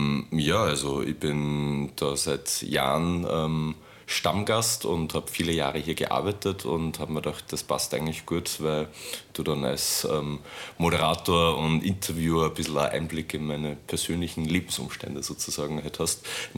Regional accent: Linz, Upper Austria, Austria; also born or lived in Istanbul; ich bin in Linz aufgewachsen und in Istanbul geboren.

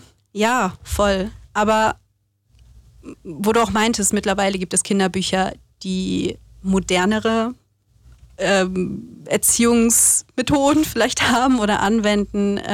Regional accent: Northern Germany, Germany; moved away; ich komme aus Deutschland, deswegen bei uns im hohen Norden ist das nicht so ein großes Ding.

